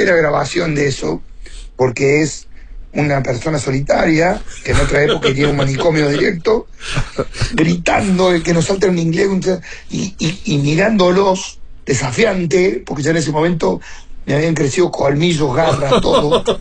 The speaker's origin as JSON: {"language": "Spanish", "region": "Córdoba", "country": "Argentina", "said": "Entonces yo le digo, soy de Córdoba."}